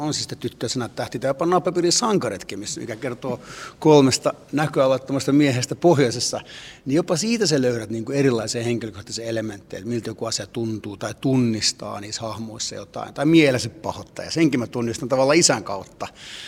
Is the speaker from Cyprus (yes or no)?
yes; Cyprus; koska olen Kyprokset kotoisin ja ollut Kyproksella häissä.